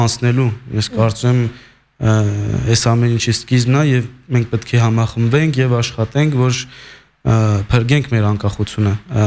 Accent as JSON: {"language": "Armenian", "town": "Lyon", "region": "Auvergne-Rhône-Alpes", "country": "France", "said": "Ես Լիոնից եմ"}